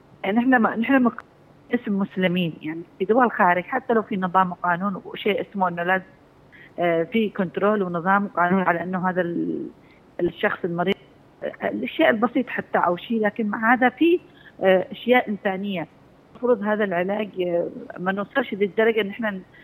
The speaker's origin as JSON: {"language": "Arabic", "region": "Aden", "country": "Yemen", "said": "إحنا عندنا في عدن"}